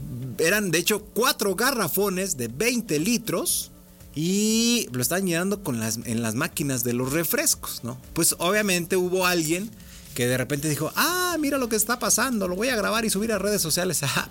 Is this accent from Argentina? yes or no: no; Mexico